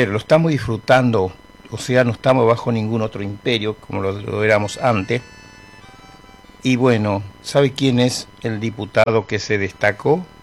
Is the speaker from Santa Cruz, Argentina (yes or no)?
no; Presidencia de la Plaza, Chaco, Argentina; un soldado llamado Juan Maciel, que es de mi pueblo, de Presidencia de la Plaza